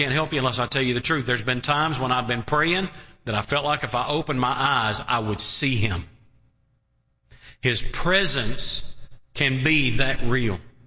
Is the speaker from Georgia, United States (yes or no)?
yes; Colquitt, Georgia, United States; But I've gone home before to Colquit